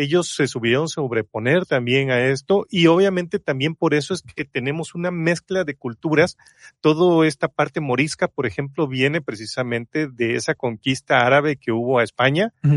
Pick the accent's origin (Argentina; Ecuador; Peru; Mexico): Mexico; Cosamaloapan, Veracruz; Yo casi soy casi alvaradeño. Yo soy de Cozamalapa, Veracruz, pero es la zona de la cuenca.